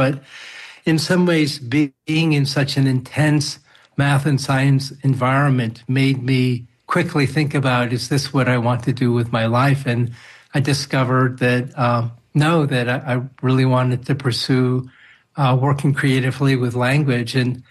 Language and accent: English; Queens, New York, United States; born or raised there; also born or lived in Long Island